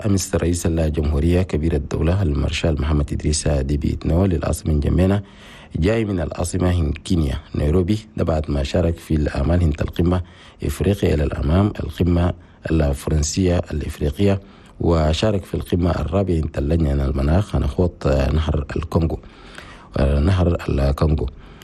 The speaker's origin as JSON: {"language": "Arabic", "country": "Chad", "said": "بلدنا تشاد"}